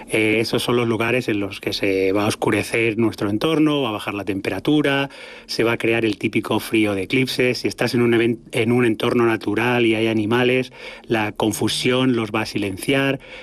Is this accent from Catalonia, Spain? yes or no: yes; Terrassa, Catalonia, Spain; con mi gente aquí en mi casa, en mi país